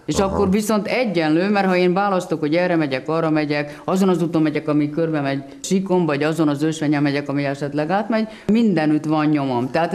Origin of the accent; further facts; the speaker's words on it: Hungary; és magyar, és kicsit svédül